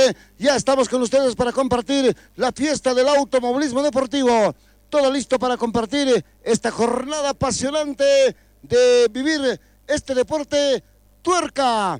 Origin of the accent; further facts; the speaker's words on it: Oruro, Bolivia; Ayer un poquito alicaídos, porque podíamos subir podio los orureños.